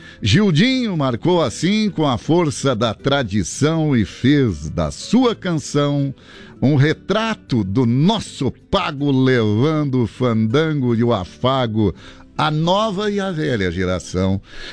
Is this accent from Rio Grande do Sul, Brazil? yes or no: yes; Rio Grande do Sul, Brazil; sendo gaúcho, de alma e de coração.